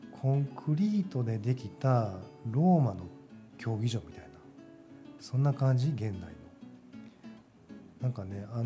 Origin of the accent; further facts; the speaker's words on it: Kobe, Hyogo, Japan; born there; 生まれは神戸市です。神戸市灘区六甲道の商店街で生まれたようです。